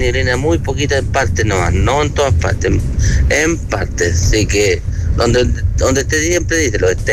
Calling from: Coquimbo, Chile; de Coquimbo, de mi tierra, de donde yo soy, ya de mi equipo. Yo soy de Coquimbo

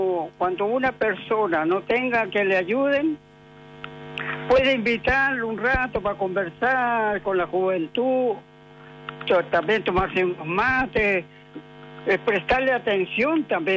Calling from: Chile; De acá, de la Clotario.

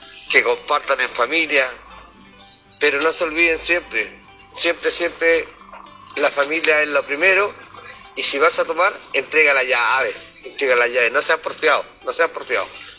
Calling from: Vallenar, Atacama, Chile

